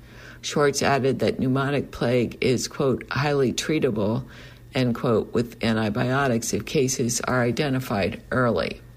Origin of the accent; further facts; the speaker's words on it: Midwest, United States; What I eat now is very different from what I ate when I was growing up in the Midwest. Back then, we ate mashed potatoes, beef, and gravy.